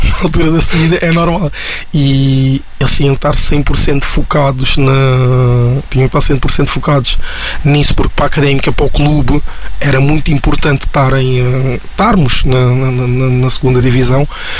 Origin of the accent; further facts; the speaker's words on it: Cape Verde; now in Portugal; eu sou cabo-verdiano